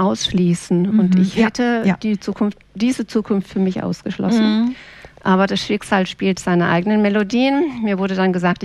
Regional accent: Darmstadt, Hesse, Germany; also born or lived in Aachen; Genau, ich bin in Aachen geboren. Meine Mama war damals Drogistin, ich habe noch zwei Geschwister und nachdem wir in Aachen waren, sind wir nach Darmstadt gezogen, habe ich die Grundschule besucht, das Gymnasium besucht

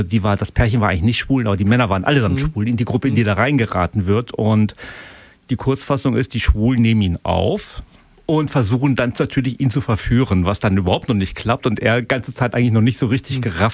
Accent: Northern Germany, Germany; Ich komme aus Norddeutschland, da sage ich auch Rentier und das heißt ja auch nicht Rentier, aber okay.

